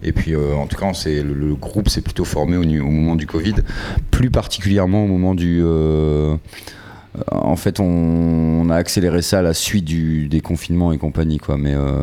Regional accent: Outreau, Hauts-de-France, France; also born or lived in Calais / Lille; moi je viens de Outreau pour être précis

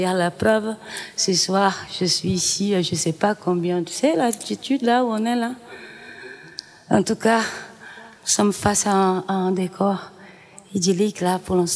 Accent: Brazil; moved away; j'ai grandi un petit peu dans les favelas. Et les favelas du Brésil, parfois on doit grimper.

